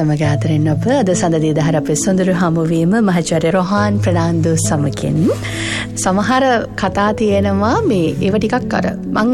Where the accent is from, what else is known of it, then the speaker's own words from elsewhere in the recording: Matale, Central Province, Sri Lanka; born there; මම උපන්න මාතලේම